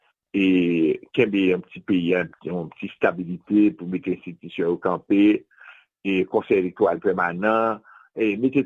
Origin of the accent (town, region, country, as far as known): Haiti